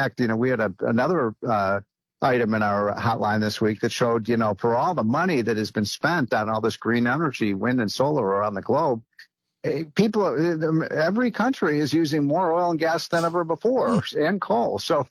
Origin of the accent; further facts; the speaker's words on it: Chicago, Illinois, United States; I'm from Chicago.